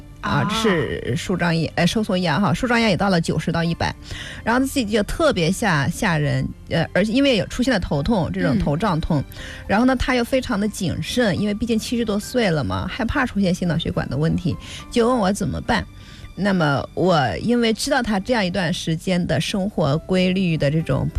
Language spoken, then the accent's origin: Chinese; southern China, China; now in Shandong, China; 新山东人哈，不能叫不是山东人，已经做山东人很久好多年了。那我是南方人是吧，